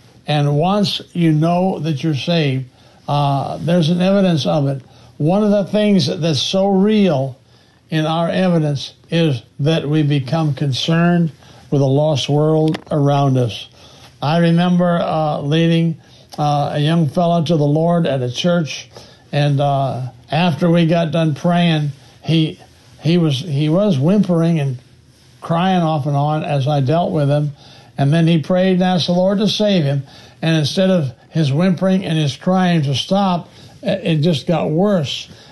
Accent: South Dakota, United States; I said, well, I'm a preacher from South Dakota. Have you ever met a preacher from South Dakota?

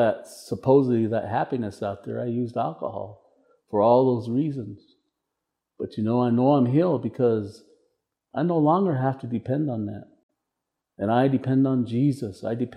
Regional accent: Tuba City, Arizona, United States; moved away; I'm from the Navajo tribe, originally from Tuba City, Arizona.

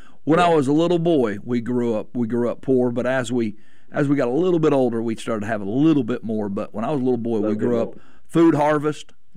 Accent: Arkansas, United States; I grew up in Arkansas.

